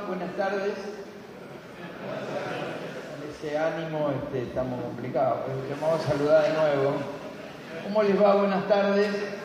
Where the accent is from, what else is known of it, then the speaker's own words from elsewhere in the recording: Argentina; como somos los argentinos